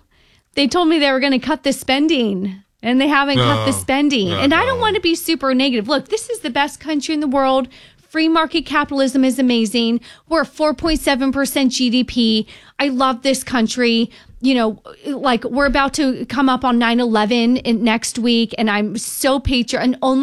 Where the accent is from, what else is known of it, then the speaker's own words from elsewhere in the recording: New York, United States; my hometown of New York.